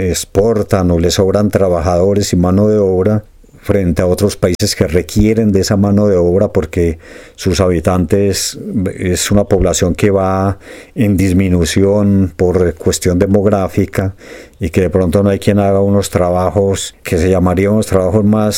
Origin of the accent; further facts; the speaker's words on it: Colombia; moved away; uno como colombiano, por lo general, uno puede, en mi caso, pasar como español